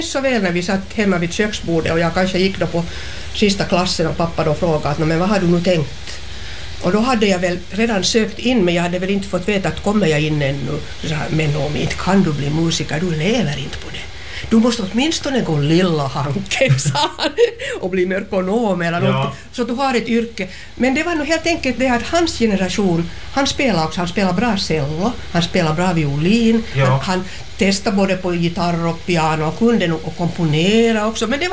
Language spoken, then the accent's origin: Swedish; Southern Finland, Finland; Jag är ju från södra Finland